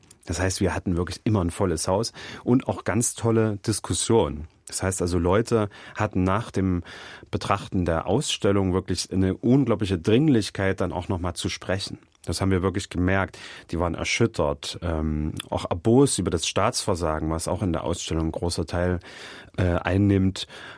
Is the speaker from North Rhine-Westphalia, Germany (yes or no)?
no; Chemnitz, Saxony, Germany; born there; In Karl-Marx-Stadt, jetzt Chemnitz.